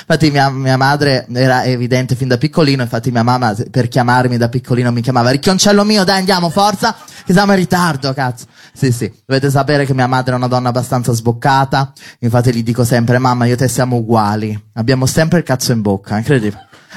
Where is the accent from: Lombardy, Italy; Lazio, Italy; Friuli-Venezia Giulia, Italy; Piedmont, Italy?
Lombardy, Italy; Milan; prima io sono milanese, 100% ci tengo, noi milanesi ci teniamo